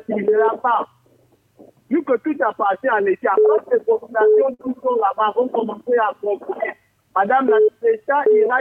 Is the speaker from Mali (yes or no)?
no; Gabon; Moi, j'arrive, je suis un Gabonais, je cherche à loger ma petite famille.